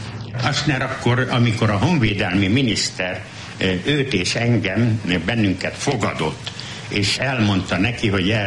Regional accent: Hungary; born there; moved away; a kis falunak a tornyára én föl tudnék mászni, ahol én születtem és laktam

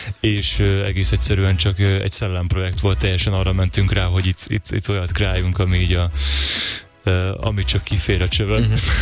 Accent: Hungary; also born or lived in Hereford, England; Angliában születtem, édesapám angol, és édesanyám pedig magyar. És a szüleim elválásukor 4 éves koromban jöttem haza édesanyámmal és testvéremmel, és itt nevelkedtünk föl.

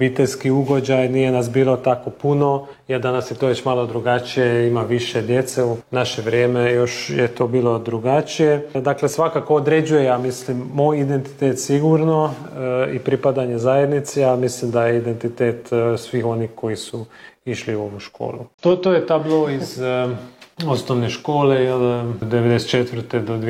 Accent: Pécs, Baranya, Hungary; ja sam rođen u Pećuju, odrastao sam u Pećuju, ali uvijek sam bio povezan sa Salantom jer mama je odavdje, cijela obitelj njena.

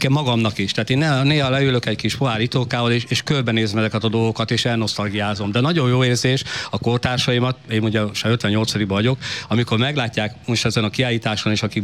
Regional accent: Adásztevel, Veszprém County, Hungary; én faluról származom, Adászteverről

